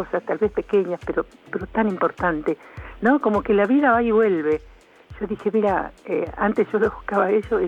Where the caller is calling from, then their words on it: Chascomús, Buenos Aires Province, Argentina; de Chascomús.